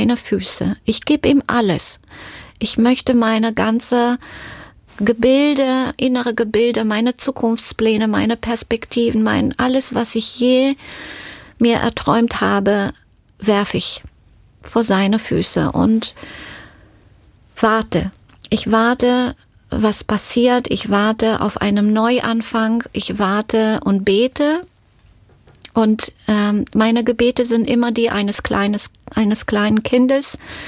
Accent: Romania; Menschen haben mich erkannt als Rumänin und haben mich sofort gefragt, hast du die Möglichkeit, jemand etwas zu schicken nach Rumänien?

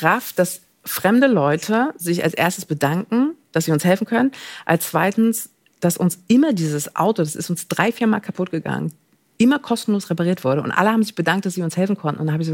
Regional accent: East Germany, Germany; Nee, natürlich nicht. Ich komme aus dem Osten.

